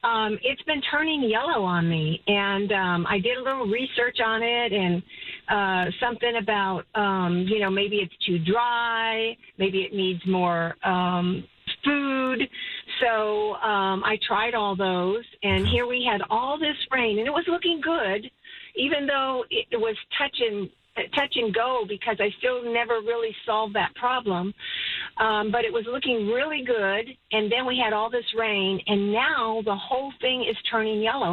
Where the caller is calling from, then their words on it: Floresville, Texas, United States; I'm calling from Floresville.